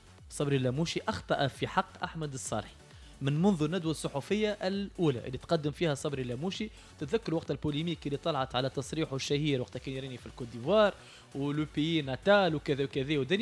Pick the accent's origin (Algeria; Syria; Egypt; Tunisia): Tunisia; احنا كصحفيين وكتوانسه